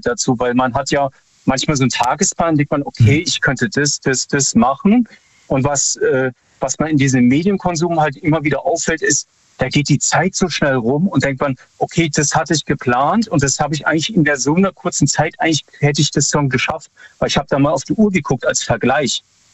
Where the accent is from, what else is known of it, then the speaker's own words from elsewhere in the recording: Freiburg, Baden-Württemberg, Germany; hallo, ich bin aus Freiburg.